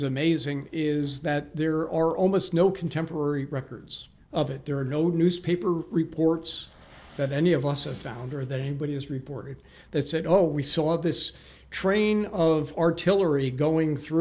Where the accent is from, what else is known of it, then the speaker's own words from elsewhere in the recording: Monterey, Massachusetts, United States; I'm from Monterey.